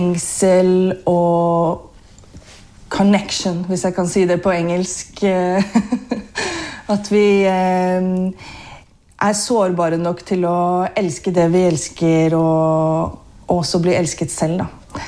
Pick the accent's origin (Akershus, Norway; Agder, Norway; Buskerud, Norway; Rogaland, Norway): Buskerud, Norway; Geilo; now in Toten, Norway; jeg kommer fra Hallingdal, da. Jeg kommer fra Geilo, men det hører man ikke så godt heller. Men oppvokst på Geilo, men familien fra Vestlandet, da.